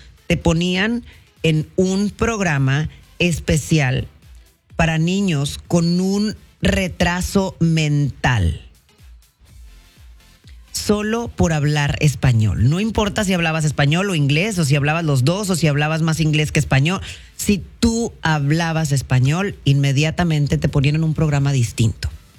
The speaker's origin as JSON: {"language": "Spanish", "country": "Mexico", "moved": "yes", "lives_now": "United States", "said": "yo no tengo ni que decir que soy mexicana para que tú te des cuenta que soy mexicana. No tengo que abrir la boca y hablar español para que tú sepas que yo hablo español."}